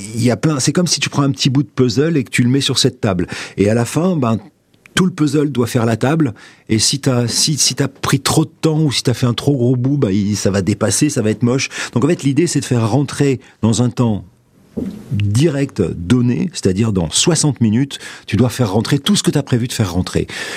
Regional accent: Bordeaux, Nouvelle-Aquitaine, France; moved away as an adult; Je suis de Bordeaux

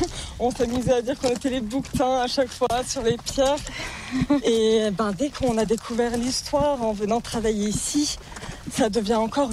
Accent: Guilherand-Granges, Auvergne-Rhône-Alpes, France; born there; Ouais, je suis née à Guirand-Grange.

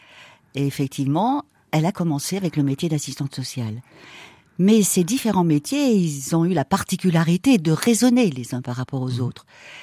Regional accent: Auvergne-Rhône-Alpes, France; born there; now in Loire, France; Alors, je suis originaire du plateau Ardéchois. Mmh. J'y suis pas restée très longtemps, mais suffisamment pour avoir apprécié cette région qui est magnifique, qui est rude, mais qui forge les caractères.

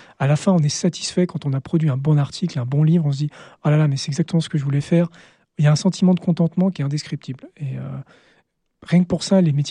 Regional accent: Palaiseau, Île-de-France, France; j'ai grandi, en fait, dans une banlieue parisienne assez banlieue dortoir, assez désincarnée, plutôt aisée. C'est Palaiseau, pour ceux qui connaissent dans l'Essonne.

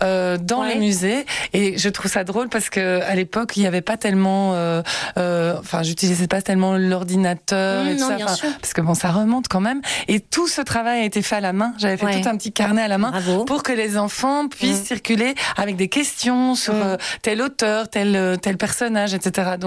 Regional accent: Brussels, Belgium; born there; Moi, je suis née à Bruxelles, donc je connais Bruxelles de gauche à droite

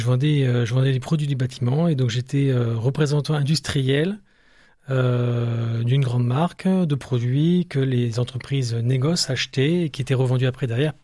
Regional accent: Aix-en-Provence, Provence-Alpes-Côte d'Azur, France; also born or lived in Lille; now in Niort, France; Voilà, je suis né à Lille et mes parents ont déménagé à Aix-en-Provence. Et j'ai fait une partie de mes études à Aix-en-Provence et à Marseille, presque région du cœur maintenant.

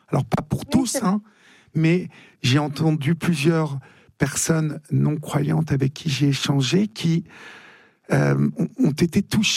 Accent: Paris, Île-de-France, France; Je suis parisien, et donc je vois, enfin, j'habite à Paris

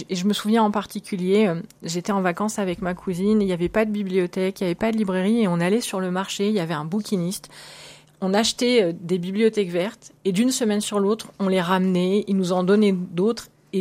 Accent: Niort, Nouvelle-Aquitaine, France; born there; Je suis née à Niort, dans les Deux-Sèvres.

